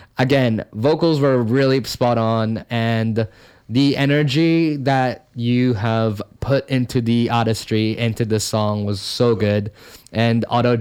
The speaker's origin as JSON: {"language": "English", "country": "Philippines", "said": "I love being Filipino so much."}